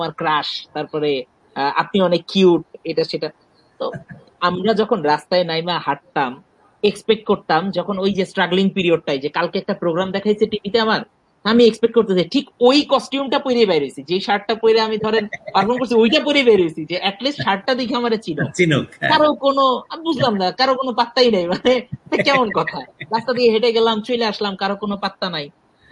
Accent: Dhaka, Dhaka Division, Bangladesh; আমি আসলে ঢাকাতেই বড় হয়েছি এবং আমার আমার জীবন যাপন, আমার চিন্তা ভাবনা, আমার কথাবার্তা, আমার জোক, আমার লেখালেখি সব জায়গায় আসলে ঢাকাটাই বেশি। আমি ঢাকার এই যানজট, যান্ত্রিকতা এগুলোর মধ্যেই বড় হয়েছি, বাট আই লাভ লক্ষ্মীপুর আর কি।

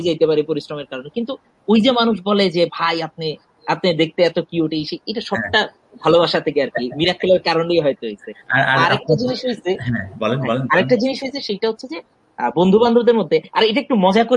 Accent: Dhaka, Dhaka Division, Bangladesh; আমি আসলে ঢাকাতেই বড় হয়েছি এবং আমার আমার জীবন যাপন, আমার চিন্তা ভাবনা, আমার কথাবার্তা, আমার জোক, আমার লেখালেখি সব জায়গায় আসলে ঢাকাটাই বেশি।

